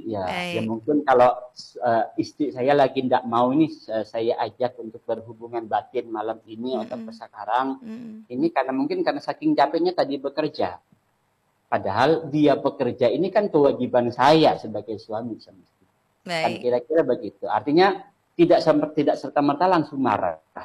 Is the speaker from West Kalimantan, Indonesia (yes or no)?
no; Madura, East Java, Indonesia